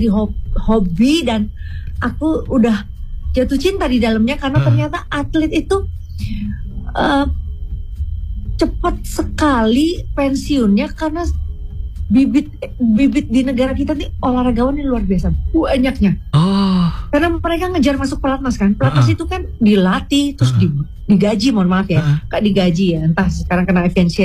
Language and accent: Indonesian; North Sulawesi, Indonesia